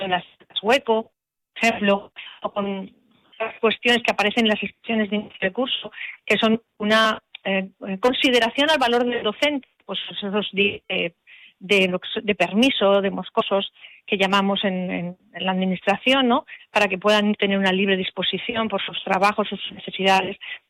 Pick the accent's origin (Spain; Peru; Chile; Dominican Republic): Spain